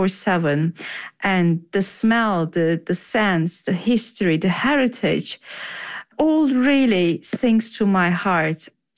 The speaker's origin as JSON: {"language": "English", "country": "Turkey", "also_born_or_lived": "Ankara", "said": "because I'm from southern Turkey. I was born in Ankara, in the capital, but my parents both are from southern Turkey, Antakya, ancient Antioch"}